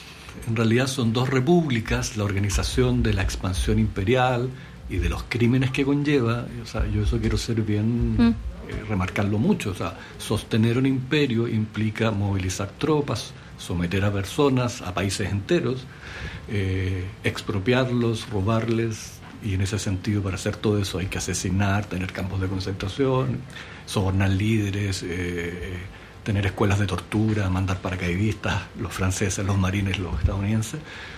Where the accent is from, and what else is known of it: Chile